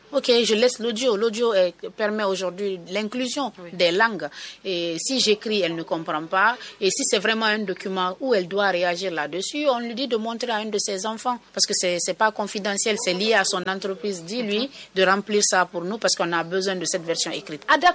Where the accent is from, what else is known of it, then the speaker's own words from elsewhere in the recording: Guinea; en tant que Guinéenne